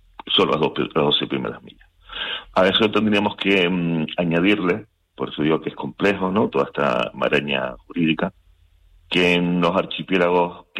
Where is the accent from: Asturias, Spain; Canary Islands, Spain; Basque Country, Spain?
Canary Islands, Spain